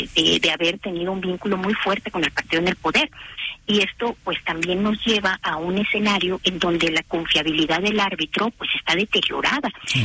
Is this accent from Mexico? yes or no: yes; Mexico; no hay manera de poder nosotros como mexicanos defender este ejercicio